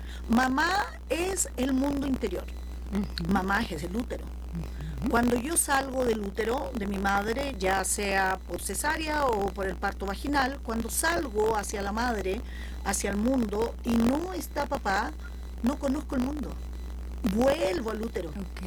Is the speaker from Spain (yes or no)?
no; Chile; hablando en México, soy una terapeuta chilena